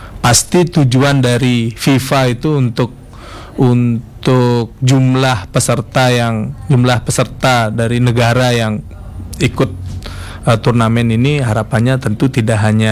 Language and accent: Indonesian; Bangli, Bali, Indonesia; Karena kebetulan asal saya dari Bangli gitu.